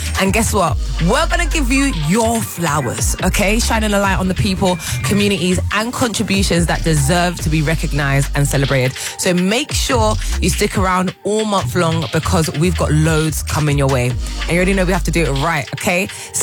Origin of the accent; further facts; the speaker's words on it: Nigeria; As a Nigerian, I'm too excited.